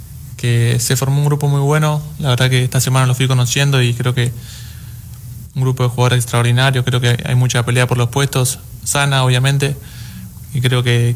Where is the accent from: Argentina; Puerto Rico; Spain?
Argentina; Bahía Blanca, Buenos Aires Province; also born or lived in Oaxaca, Mexico; Bueno, yo soy un chico de Bahía Blanca, nací aquí en Oaxaca, toda mi vida la hice allá en Argentina.